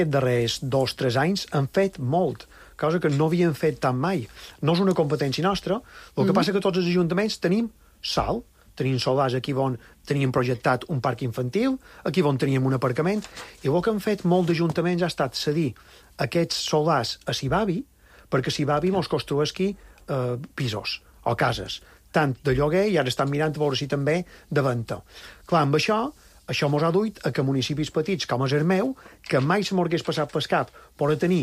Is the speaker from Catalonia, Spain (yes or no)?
no; Maria de la Salut, Balearic Islands, Spain; justament Maria de la Salut, el meu poble, era el més barato d'escàs.